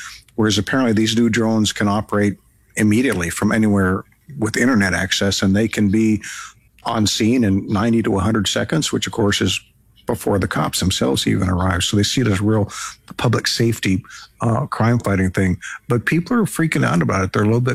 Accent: Mexico; moved away; when I was growing up in Mexico, very often we would travel by train with sleeper cars.

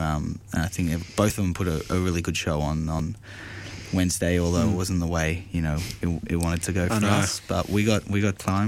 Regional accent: South Africa; also born or lived in Vienna, Austria; now in North Macedonia; I'm South African. No, I was actually born in Vienna. Most people don't know. But mum and dad English, so yeah, and now I'm an adopted Macedonian

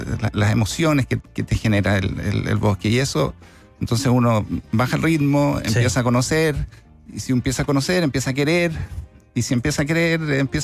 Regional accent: Santiago, Santiago Metropolitan Region, Chile; moved away; also born or lived in southern Chile; yo soy originario de Santiago, después me fui al sur y después volví a Santiago.

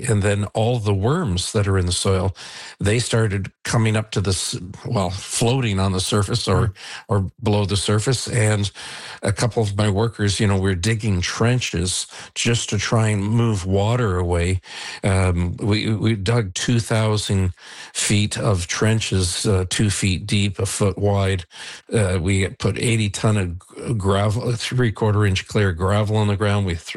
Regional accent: Niagara-on-the-Lake, Ontario, Canada; I've lived on this road for 41 years, and I grew up in Niagara on the Lake for 69 years. So it's my entire life.

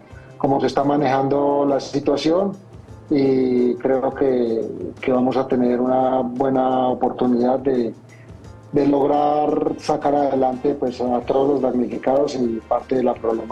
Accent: Colombia; Y represento a Latinoamérica y represento a Colombia y soy colombiano

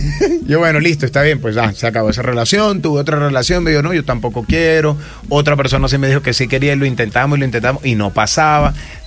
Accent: Barranquilla, Atlántico, Colombia; soy barranquillero

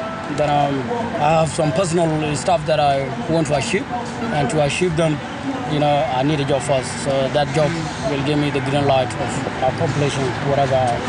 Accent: South Sudan; also born or lived in Canberra; now in Alice Springs, Australia; I'm from South Sudan. That's where I was born. Yeah, I came to Alex Springs somewhere around February this year, 2013.

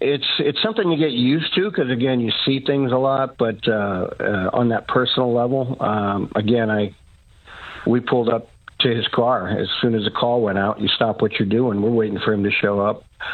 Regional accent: Colon, Nebraska, United States; I am from Colon, Nebraska, which is about 40 miles directly west of Omaha. It's a very small, it's actually a village, 110 people still today. Very small town.

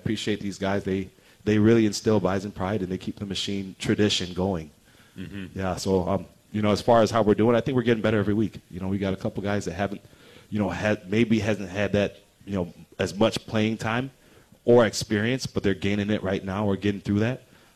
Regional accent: Illinois, United States; moved away as an adult; also born or lived in Wyoming / Wisconsin; now in Fargo, United States; my home state, Illinois.

